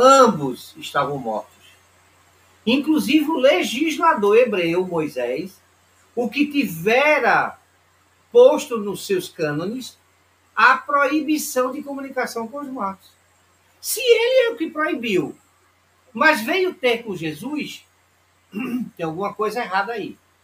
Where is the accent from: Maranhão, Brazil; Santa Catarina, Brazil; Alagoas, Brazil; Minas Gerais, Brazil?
Alagoas, Brazil; accent: Nordestino; O sotaque nordestino é bem, bem carregado e a gente. Não esconde isso não, tá, gente? Nós somos nordestinos mesmo. Eu sou alagoano, Cristiana é pernambucana.